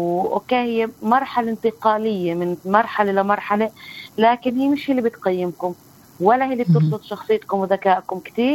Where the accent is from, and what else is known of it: West Bank, Palestine